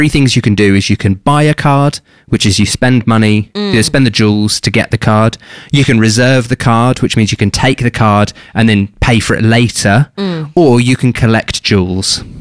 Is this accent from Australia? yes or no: no; England, United Kingdom; If I was any other nationality but English